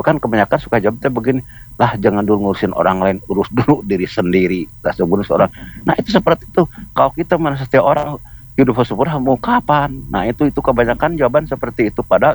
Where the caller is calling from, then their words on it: Bandung, West Java, Indonesia; Assalamualaikum Pak Ustadz. Saya dari Bandung Timur nih.